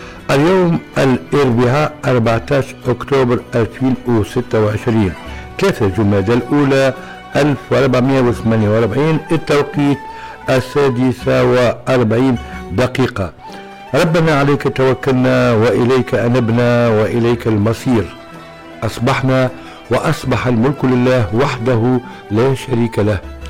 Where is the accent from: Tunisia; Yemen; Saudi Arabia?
Tunisia